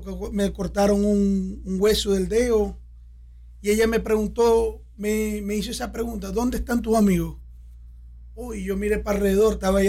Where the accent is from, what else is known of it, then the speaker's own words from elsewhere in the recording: Venezuela; moved away; also born or lived in Chile; vengo desde Venezuela. Primeramente estuve en Chile 7 años viviendo y bueno, en Chile era un desastre total.